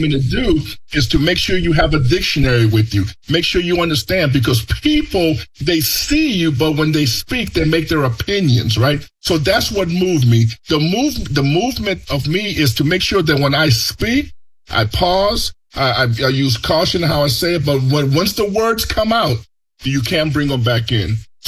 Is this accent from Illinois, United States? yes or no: yes; Chicago, Illinois, United States; English is a second language; So English is my second language. It was very, very hard for me. I would tell a story every chance and anybody allows me to do it. I had a teacher in high school told me, if you want to be successful, because I grew up in the projects of Chicago